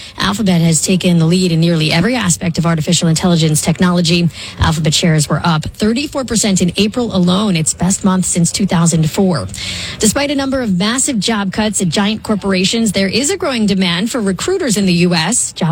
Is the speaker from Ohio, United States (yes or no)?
no; New Jersey, United States; accent: Jersey; I'm from New Jersey